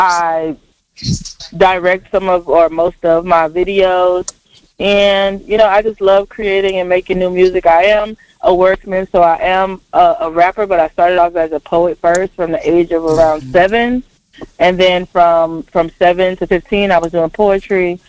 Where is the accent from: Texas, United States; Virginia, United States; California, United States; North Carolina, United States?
Texas, United States; Houston; I was born and raised in Agerstown, Houston, Texas. I've lived there my whole life from birth. And that's just a little neighborhood on the northwest side of Houston. I grew up